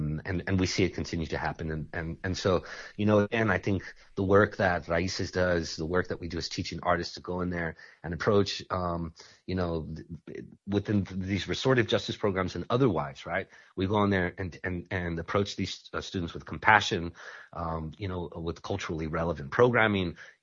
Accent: San Antonio, Texas, United States; I grew up in San Antonio

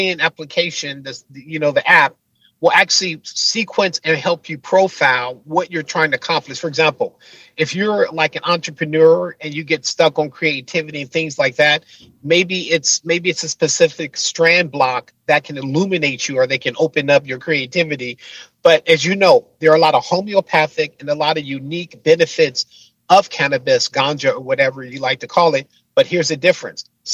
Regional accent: Oakland, California, United States; I grew up in the Bay Area in Oakland

